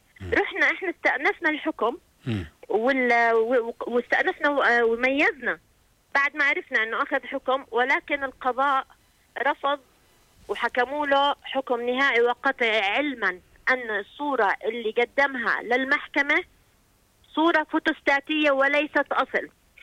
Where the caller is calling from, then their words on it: Jordan; أنا مواطنة أردنية … من قبيلة بني صخر.